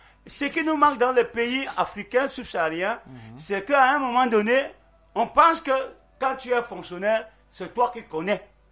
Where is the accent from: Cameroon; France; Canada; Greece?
Cameroon; Nous sommes des Camerounais.